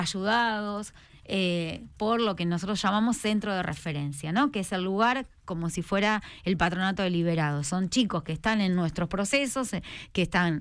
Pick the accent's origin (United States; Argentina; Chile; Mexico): Argentina; Acá como sociedad, como argentinos